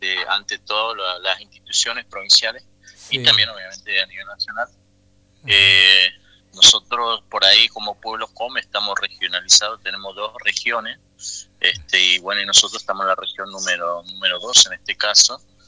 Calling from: La Leonesa, Chaco, Argentina; first language Qom; Spanish is a second language; pertenezco al pueblo POM, acá de La Leonesa, Chaco.

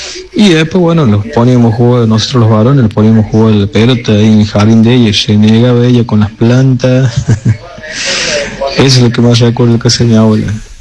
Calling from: Córdoba, Argentina; Soy de Suquía.

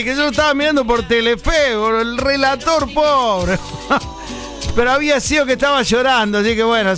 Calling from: Argentina

